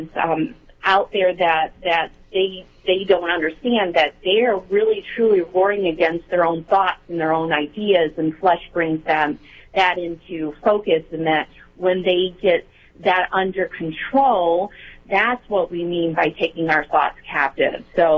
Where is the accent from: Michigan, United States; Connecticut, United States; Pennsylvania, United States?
Michigan, United States; Detroit; now in Lafayette, Alabama, United States; we're from Michigan, and I'm from Detroit myself.